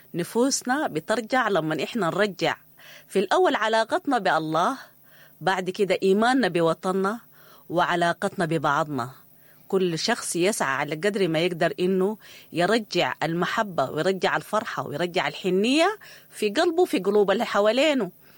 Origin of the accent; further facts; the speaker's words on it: Sudan; يعني حتى لو إحنا نزحنا أو بعدنا من السودان، مشينا شفنا ثقافات جديدة